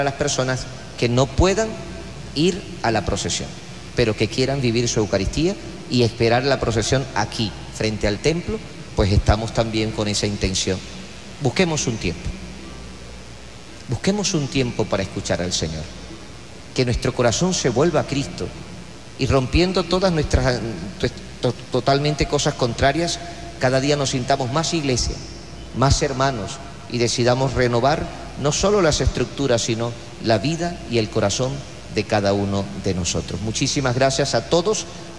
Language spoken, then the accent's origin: Spanish; Venezuela; Venezuela somos los venezolanos.